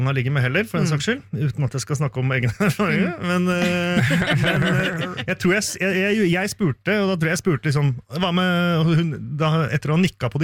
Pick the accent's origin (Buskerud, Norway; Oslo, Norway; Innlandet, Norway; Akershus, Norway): Akershus, Norway; Bærum; kom jeg fra Bærum